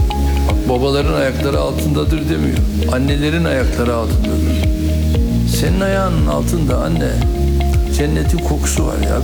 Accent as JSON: {"language": "Turkish", "region": "Istanbul", "country": "Turkey", "said": "Tabii Kasımpaşa'nın verdiği o ruhu da kaybetmedik. Eyvallah Kasımpaşalıyız."}